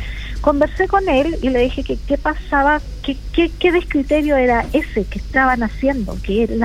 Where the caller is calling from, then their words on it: Coquimbo, Chile; yo soy vecina acá del Arrayán Costero, en el kilómetro 499-600 aproximadamente.